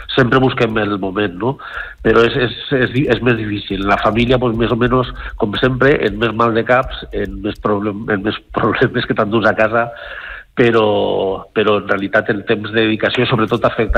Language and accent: Catalan; Benicarló, Valencian Community, Spain; born there; Jo vaig néixer a Benicarló, tota la família per part de pares, des de fa molts... moltes generacions d'ací de Benicarló